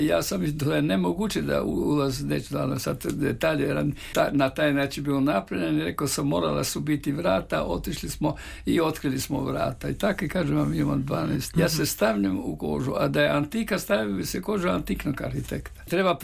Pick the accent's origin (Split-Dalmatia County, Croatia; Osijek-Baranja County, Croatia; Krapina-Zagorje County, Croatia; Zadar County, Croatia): Krapina-Zagorje County, Croatia; a ja kao lukavi Zagorac, ja sam jednostavno išao tamo